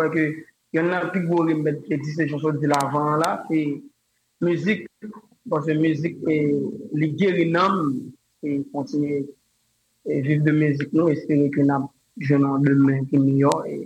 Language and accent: French; Haiti